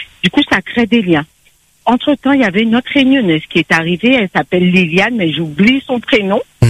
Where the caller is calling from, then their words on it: Guadeloupe; je viens de la Guadeloupe.